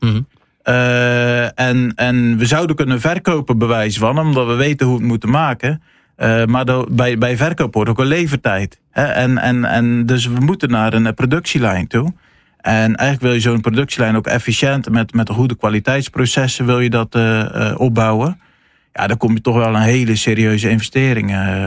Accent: Netherlands

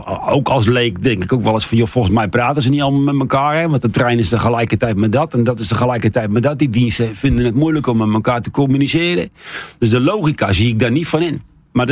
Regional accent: Zeeland, Netherlands; Aan de andere kant denk ik dat wij als trotse Zeeuw met z'n allen het wel prima vinden. Dat we een beetje daar in het hoekje zitten waar niet al te veel gedoe is.

